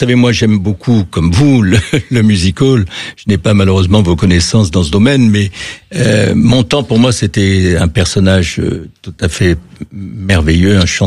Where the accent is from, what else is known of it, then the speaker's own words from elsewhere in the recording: Marseille, Provence-Alpes-Côte d'Azur, France; moi-même je suis marseillais